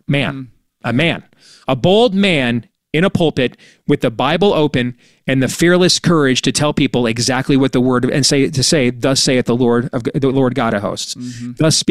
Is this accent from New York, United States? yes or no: no; Iowa, United States; in my home state of Iowa